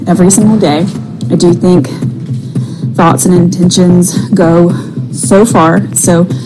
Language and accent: English; the South, United States; the way we were raised in the South.